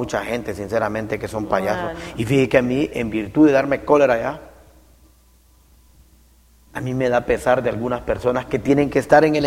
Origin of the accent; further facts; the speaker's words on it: Siguatepeque, Comayagua, Honduras; Ahí nací, me crié en el barrio San Juan. Soy 0318, uh-huh. Nacido en Siguatepeque.